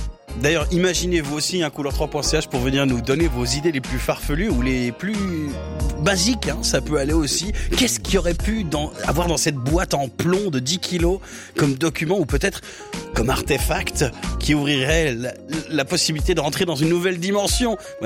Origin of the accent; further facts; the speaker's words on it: Neuchâtel, Switzerland; Alors, je suis de Neuchâtel, j'ai tellement envie de savoir ce qu'il y a dans cette boîte.